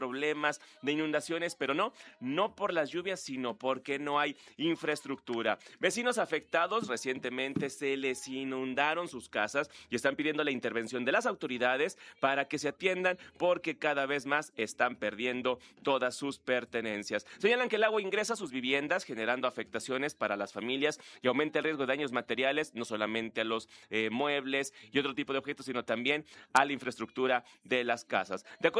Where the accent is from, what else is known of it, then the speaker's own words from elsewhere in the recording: Mexico; soy duranguense